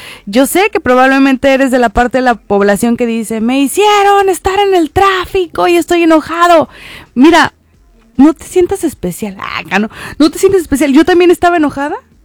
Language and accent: Spanish; Mexico; soy la única mexicana, mujer